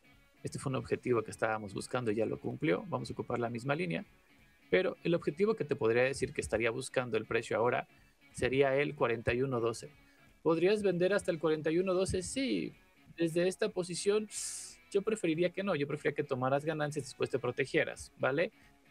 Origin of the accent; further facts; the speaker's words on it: Mexico; yo soy mexa, yo soy de México.